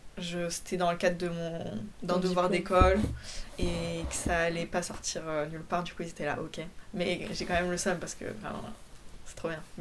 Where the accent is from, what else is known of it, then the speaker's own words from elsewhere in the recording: Poland; accent: Polish; Et j'ai un accent polonais quand je dis ça.